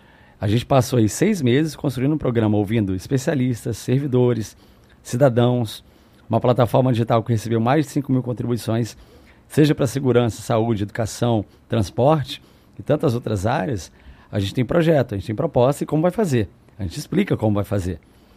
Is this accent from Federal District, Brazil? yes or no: yes; Brasília, Federal District, Brazil; Eu nasci aqui em Brasília, eu cresci em Brasília, eu tenho amor pela cidade.